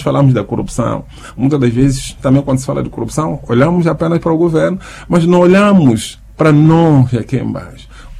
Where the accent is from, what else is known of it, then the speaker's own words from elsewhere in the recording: Mozambique; eu sou moçambicano e devo fazer algo por Moçambique